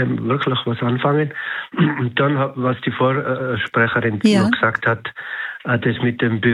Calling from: Tyrol, Austria; ich bin aus Tirol hier

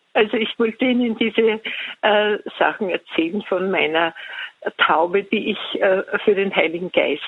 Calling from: Upper Austria, Austria; aus Oberösterreich

